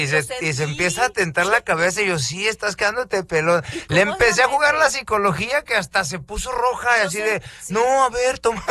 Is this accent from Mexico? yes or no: yes; Mexico; Soy mexicano, güey